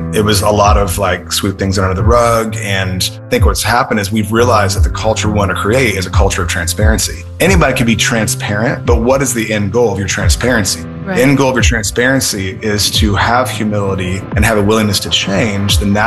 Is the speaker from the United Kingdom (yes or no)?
no; Indiana, United States; moved away as an adult; So I'm originally from Indiana. I'll tell my whole story. I was born, and I was kidding. I went to California to go to Bible college